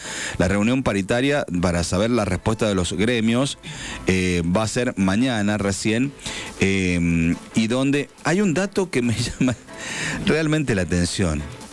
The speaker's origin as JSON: {"language": "Spanish", "country": "Argentina", "said": "Nosotros somos argentinos, también queremos ver el partido."}